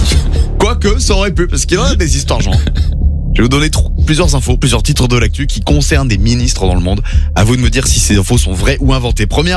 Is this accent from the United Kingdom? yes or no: yes; England, United Kingdom; French is a second language; De toute façon, je suis anglaise.